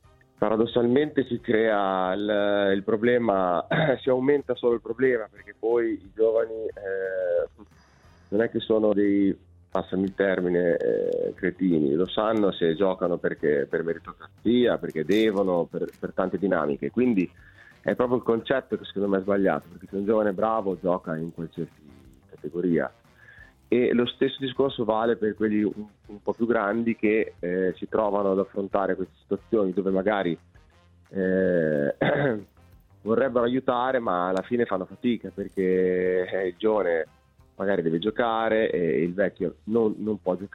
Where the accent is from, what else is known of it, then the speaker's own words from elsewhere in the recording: Ravenna, Emilia-Romagna, Italy; Ma a distanza non tanto, perché alla fine io sono di Ravenna